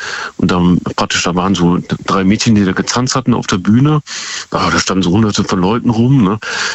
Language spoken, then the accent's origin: German; Osnabrück, Lower Saxony, Germany; Das war nur, wo ich in Osnabrück, meine Heimatstadt, gewohnt hatte, war mein Vater, der hat da noch gelebt.